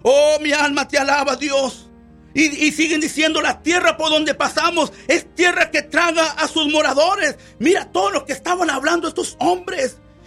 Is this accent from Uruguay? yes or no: no; Texas, United States; Mi tierra, el Valle de Texas, es fértil. Aquí mi familia es fértil, es apto para vivir, es apto para cultivar y para criar ganados.